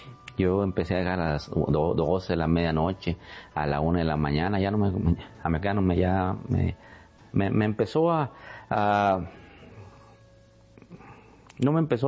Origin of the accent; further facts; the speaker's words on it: Mexico; Yo venía de México, yo soy de México, ¿verdad?